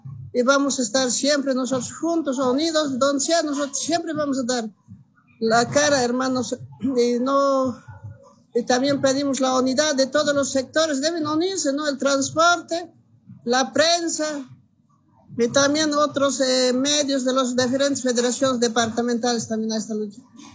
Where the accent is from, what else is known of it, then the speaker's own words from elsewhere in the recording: El Alto, La Paz, Bolivia; Nosotros somos de la Ciudad del Alto